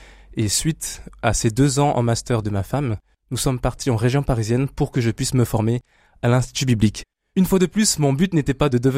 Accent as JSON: {"language": "French", "country": "French Polynesia", "said": "Je viens de Tahiti, de la Polynésie française, j'ai 29 ans, je suis marié et j'ai un enfant qui a 7 mois."}